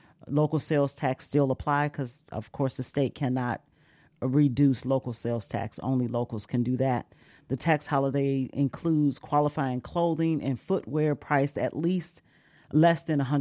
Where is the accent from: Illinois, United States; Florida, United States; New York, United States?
Illinois, United States; East St. Louis; We're all from East St. Louis.